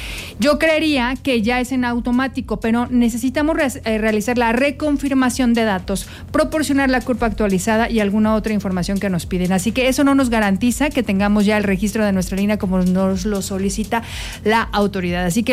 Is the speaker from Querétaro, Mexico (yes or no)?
yes; Querétaro, Mexico; eso no nos representa como queretanos y definitivamente no nos representa como mexicanos.